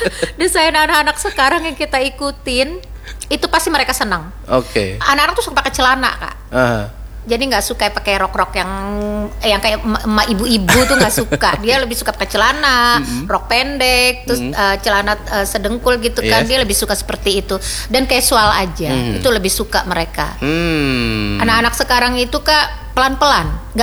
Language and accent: Indonesian; Kalimantan, Indonesia; kita orang Kalimantan bukan Melayu aja, tapi kita juga ada Dayaknya ya, Kak.